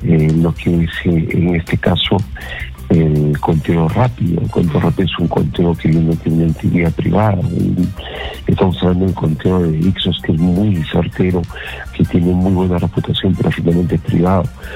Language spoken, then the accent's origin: Spanish; Peru; el pueblo somos todos los peruanos.